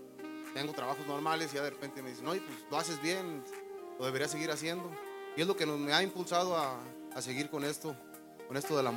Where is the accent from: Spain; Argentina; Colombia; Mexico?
Mexico; San Miguel de la Paz; Para toda la gente de San Miguel de la Paz, mi pueblito querido